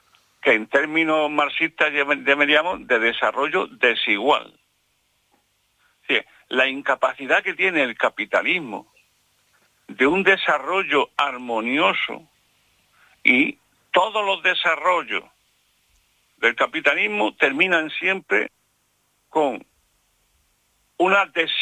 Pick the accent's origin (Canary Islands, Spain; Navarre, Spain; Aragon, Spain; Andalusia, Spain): Andalusia, Spain; Jaén; Yo soy de Jaén